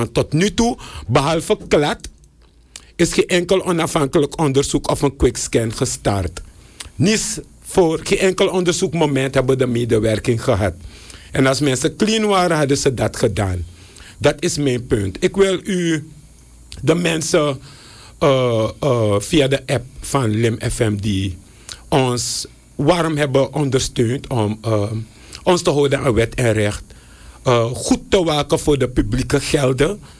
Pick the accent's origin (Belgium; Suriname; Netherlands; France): Suriname; Dus we willen alle partijen nogmaals op het hart drukken als Surinamers.